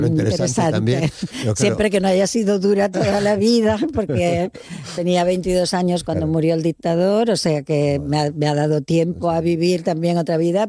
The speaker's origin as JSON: {"language": "Spanish", "town": "Salamanca", "region": "Castile and León", "country": "Spain", "tie": "born there", "also_born_or_lived": "Valencia / Granada", "said": "Bueno, soy nacida en Salamanca, vivida en muchos sitios, porque he estudiado en Valencia y en Granada"}